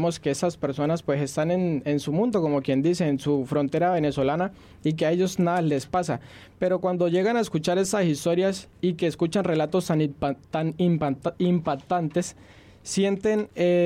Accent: Colombia; uno como persona colombiana, pues no sé si digo bien el término, o persona residente en esa frontera colombiana y en este paso fronterizo, pues que enmarca la ciudad de Cúcuta

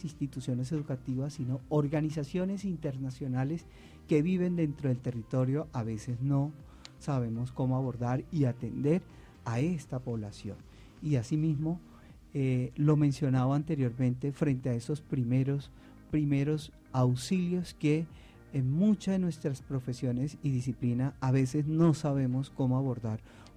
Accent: Colombia; nosotros como colombianos

